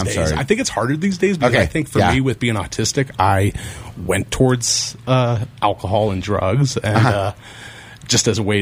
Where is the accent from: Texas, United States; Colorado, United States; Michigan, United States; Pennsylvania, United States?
Colorado, United States; Basalt; now in Carbondale, United States; I grew up in Basalt, but I've been living in Carbondale for 8 years, and always love Mountain Fair.